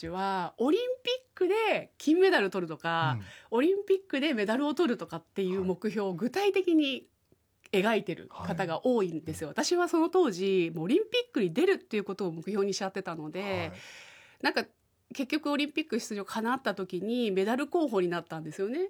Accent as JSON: {"language": "Japanese", "region": "Yamanashi", "country": "Japan", "tie": "born or raised there", "said": "地元山梨に残って"}